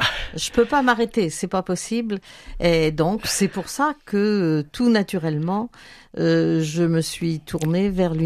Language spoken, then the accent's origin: French; Lamballe, Brittany, France; also born or lived in Madagascar / Loir-et-Cher; Alors, moi … je suis du coin, puisque je suis de Lamballe, et mes parents étaient tous les deux de Saint-Aron. Mais je ne suis pas toujours restée à Lamballe